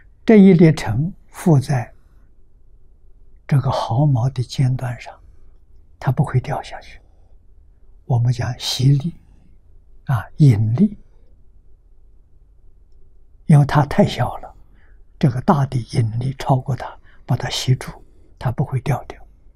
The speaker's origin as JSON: {"language": "Chinese", "country": "China", "said": "我们中国人"}